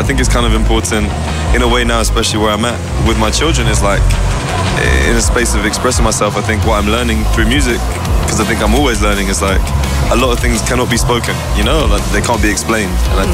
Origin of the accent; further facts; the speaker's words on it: United Kingdom; But also, you know, I'm British